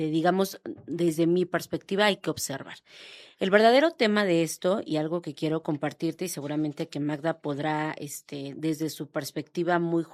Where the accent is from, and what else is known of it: Mexico